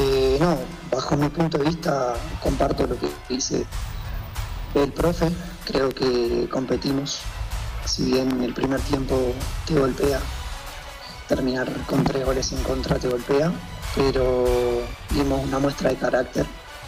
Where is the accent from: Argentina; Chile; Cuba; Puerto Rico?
Argentina; Yo soy argentino, vine este año acá, mi primera experiencia en el fútbol boliviano.